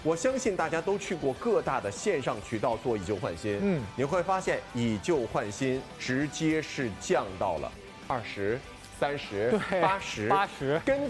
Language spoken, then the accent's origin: Chinese; Shanghai, China; 广东人比咱们上海人要用空调的时间更长，